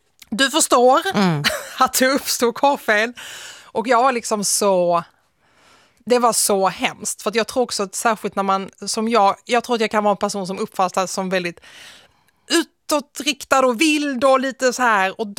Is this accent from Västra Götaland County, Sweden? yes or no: no; Malmö, Skåne, Sweden; also born or lived in Nötesjö; Utanför Svedala, som heter Nötesjö, en liten by. Och sen så flyttade jag in till Malmö när jag var 5 år gammal ungefär. Men mina första år i livet växte jag upp där ute.